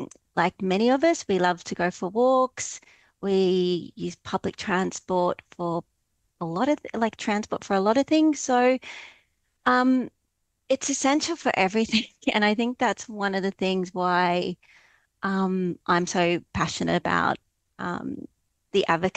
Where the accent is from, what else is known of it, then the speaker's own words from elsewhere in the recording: Brisbane, Queensland, Australia; now in Tasmania, Australia; So I grew up in Turrbal country on Brisbane North, so know that well. But I moved to Tasmania and about 5 years ago